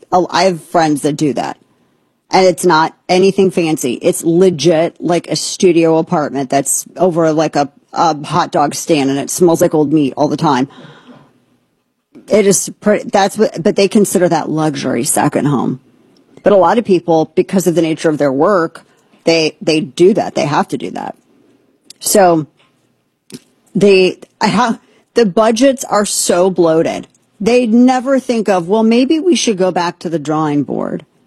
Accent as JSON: {"language": "English", "region": "the Ozarks", "country": "United States", "said": "I'm not saying this is a pejorative, but I'm from Ozarks."}